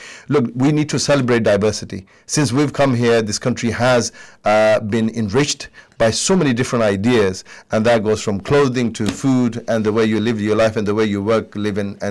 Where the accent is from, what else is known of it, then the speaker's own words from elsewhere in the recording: Pakistan; now in United Kingdom; I continued being a Muslim, I continued being a Pakistani